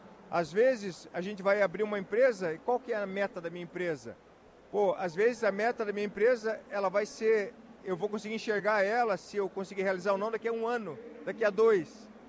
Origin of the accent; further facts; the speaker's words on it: Joinville, Santa Catarina, Brazil; moved away; Nascido e criado em Joinville, gente.